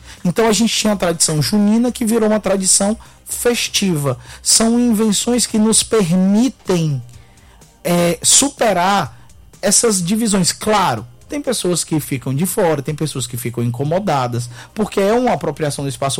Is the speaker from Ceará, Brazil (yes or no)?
yes; Barbalha, Ceará, Brazil; Eu sou de Barbalha, sou do Cariri, mas eu já perdi o dia, o ti, faz tempo.